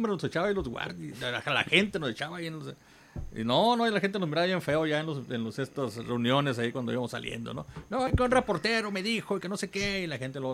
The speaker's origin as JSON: {"language": "Spanish", "country": "Mexico", "said": "como los mexicanos tenemos muy mala memoria"}